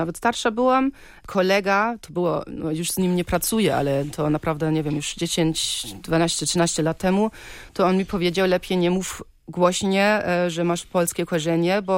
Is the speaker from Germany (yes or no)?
yes; Germany; born there; Polish is a second language